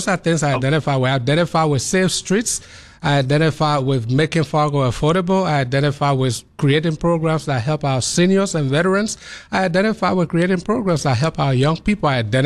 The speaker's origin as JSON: {"language": "English", "country": "Liberia", "tie": "born or raised there", "lives_now": "United States", "said": "I was born and raised in Liberia. I'm an American. I'm a Liberian American."}